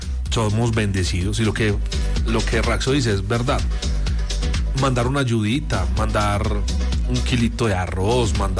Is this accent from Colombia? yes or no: yes; Colombia; así somos los colombianos. Por eso es que a los extranjeros les encanta tanto venir aquí a Colombia, porque dicen que los colombianos somos únicos. Somos muy buenos los colombianos